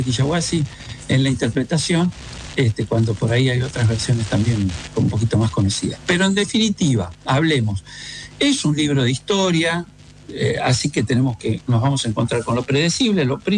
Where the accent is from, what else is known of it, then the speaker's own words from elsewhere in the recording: Viedma, Río Negro, Argentina; moved away; yo me crié en Viedma